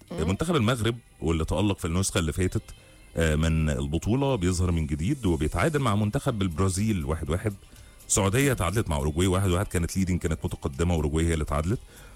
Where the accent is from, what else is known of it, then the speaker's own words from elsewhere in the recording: Egypt; عندنا في مصر